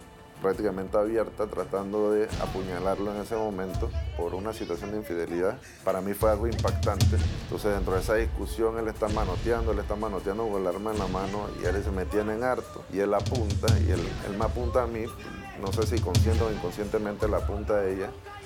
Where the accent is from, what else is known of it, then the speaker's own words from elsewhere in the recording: Panama; Mi infancia fue aquí en la República de Panamá, donde una mujer muy luchadora trató de sacarme adelante